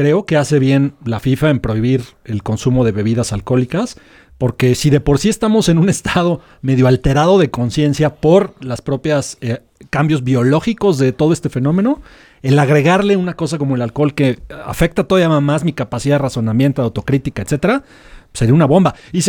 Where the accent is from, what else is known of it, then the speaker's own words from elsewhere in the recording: Mexico; Los mexicanos somos y los latinos en general